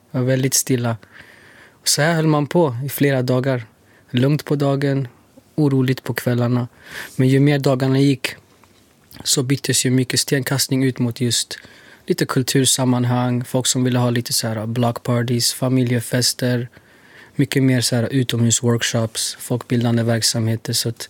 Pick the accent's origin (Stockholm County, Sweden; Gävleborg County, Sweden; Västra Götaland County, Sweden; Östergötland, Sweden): Stockholm County, Sweden; Stockholm; för oss som är födda och uppvuxna i Sverige, Stockholm, Husby.